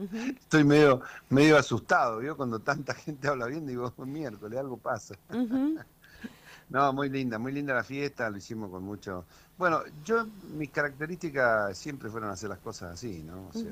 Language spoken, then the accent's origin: Spanish; El Bolsón, Argentina; Así que yo vengo de la zona de Bolsón, del Hoyo, así que yo sé cómo es cómo son las costumbres, cómo son las tradiciones